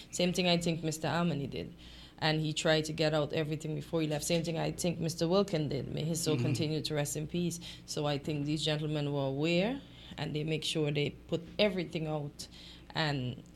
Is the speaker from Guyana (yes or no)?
yes; Guyana; those are the two that I heard frequently whilst growing up in Guyana.